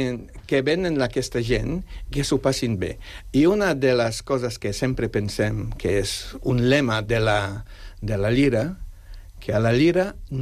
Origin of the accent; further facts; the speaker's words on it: Catalonia, Spain; also born or lived in Poland; Jo, com que sóc català nascut a Polònia